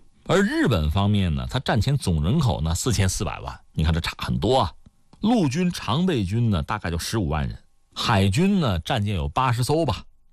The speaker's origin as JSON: {"language": "Chinese", "country": "China", "said": "我们中国人心里面其实很不是滋味"}